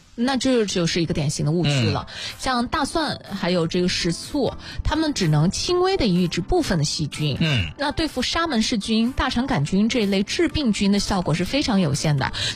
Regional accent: Xuzhou, Jiangsu, China

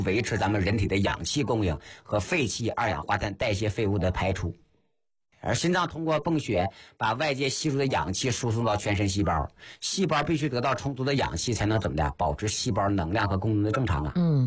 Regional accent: China; 是吧，你看我们中国人喜欢用个词儿叫什么，叫气绝身亡。

